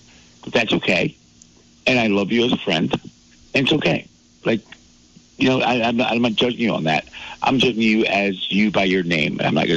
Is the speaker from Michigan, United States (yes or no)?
yes; Saginaw, Michigan, United States; So for some reason, as a person of color, where I grew up in Saginaw, Michigan, and then I spent my summers when Saginaw got violent.